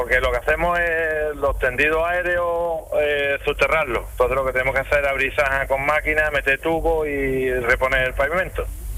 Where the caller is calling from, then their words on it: Chiclana de la Frontera, Andalusia, Spain; en Chiclana de la Frontera, Cádiz.